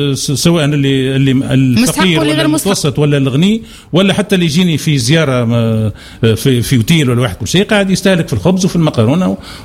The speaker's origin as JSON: {"language": "Arabic", "country": "Tunisia"}